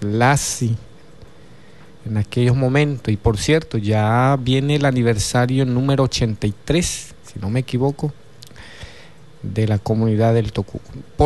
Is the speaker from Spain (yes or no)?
no; Zulia, Venezuela; igual como hablamos nosotros los de la cuenca Tucuco, que hablamos con un acento un poco diferente, pero siempre nos entendemos, porque somos una sola etnia, la etnia del pueblo caribe, del pueblo originario yupa.